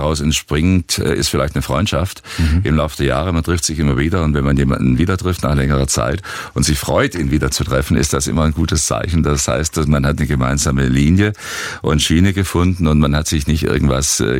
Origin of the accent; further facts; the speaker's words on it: Stuttgart, Baden-Württemberg, Germany; mich zieht es weg, leider von Stuttgart aus Baden-Württemberg, meiner Heimat, ins schöne Rheinland. Da werde ich also künftig wohnen in Köln.